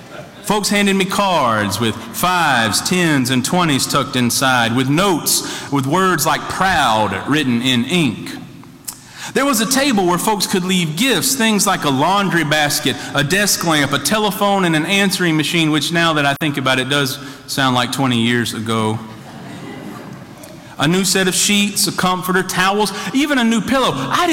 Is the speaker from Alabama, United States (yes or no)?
yes; Coffee County, Alabama, United States; born or raised there; moved away as an adult; also born or lived in Birmingham, Alabama